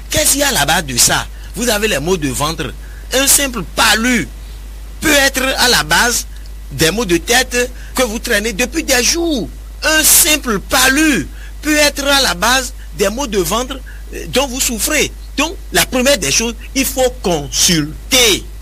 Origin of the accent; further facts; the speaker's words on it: Benin; Je suis béninois. Je suis là pour discuter avec vous.